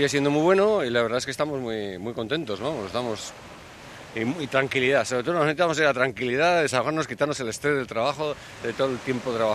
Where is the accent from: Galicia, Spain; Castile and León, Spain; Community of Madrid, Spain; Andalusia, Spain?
Castile and León, Spain; Burgos; Además es que nosotros somos de Burgos, entonces allí el agua pues está muy, suele estar fría, o sea que no.